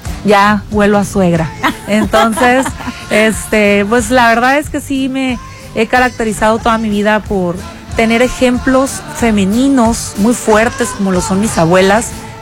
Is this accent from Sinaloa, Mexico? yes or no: yes; Mazatlán, Sinaloa, Mexico; also born or lived in Culiacán; soy nacida aquí en Culiacán, un 4 de marzo de 1983. Y desde chiquita me llevaron a vivir a Mazatlán. Tenía 7 años cuando me fui a vivir a Mazatlán.